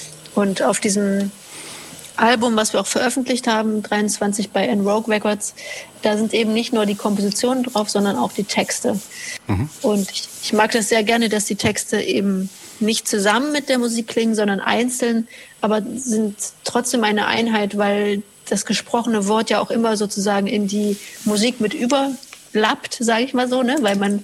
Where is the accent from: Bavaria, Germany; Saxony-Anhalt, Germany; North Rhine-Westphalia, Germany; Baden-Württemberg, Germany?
Saxony-Anhalt, Germany; Halle; dieses erste Programm, Vertraute Orte, befasst sich mit Orten meiner Kindheit und Jugend in Halle, dort bin ich aufgewachsen.